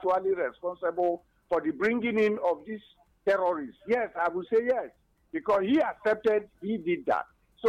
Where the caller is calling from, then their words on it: Afibo, Nigeria; from Afibo.